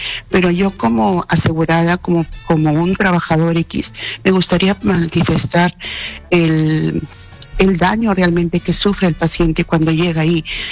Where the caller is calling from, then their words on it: Lima, Peru; Estoy llamando de Jesús María de Lima.